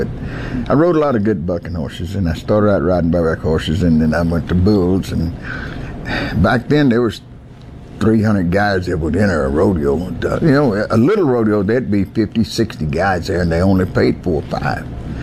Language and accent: English; Blanco, Texas, United States; born there; I was born in Blanco, Texas in 1954 in the courthouse because in Blanco, Texas, the courthouse was in front and the hospital was in back.